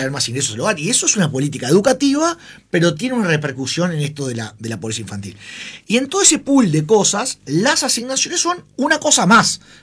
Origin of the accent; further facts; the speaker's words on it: Uruguay; nosotros como sociedad uruguaya